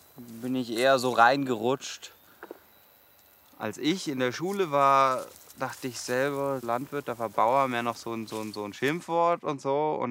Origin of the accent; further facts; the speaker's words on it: Baden-Württemberg, Germany; Ich bin auf dem Untermühlbachhof aufgewachsen